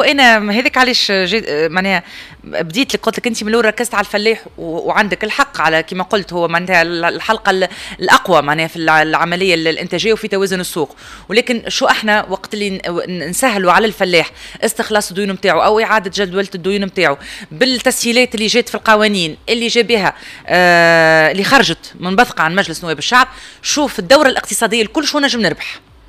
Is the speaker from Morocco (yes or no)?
no; Tunisia; احنا كدولة تونسية شنو اللي يرجع علينا؟